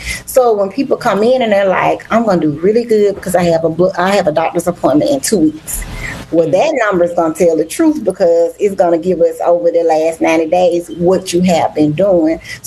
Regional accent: Alabama, United States; I'm from Alabama, so we are big on tea, okay?

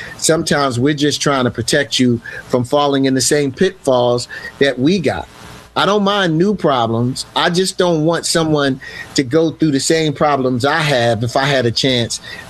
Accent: Philadelphia, Pennsylvania, United States; growing up in West Philly

